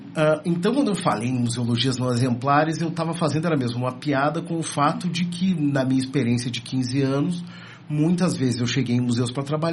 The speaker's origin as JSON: {"language": "Portuguese", "region": "Rio Grande do Sul", "country": "Brazil", "moved": "yes", "said": "lá de onde eu venho, que são os museus comunitários, museus de comunidade, de comunidades rurais. No Rio Grande do Sul a gente tem muitas comunidades rurais"}